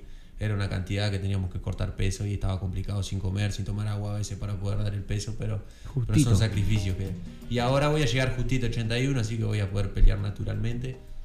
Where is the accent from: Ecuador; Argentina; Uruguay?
Uruguay; soy campeón uruguayo de boxeo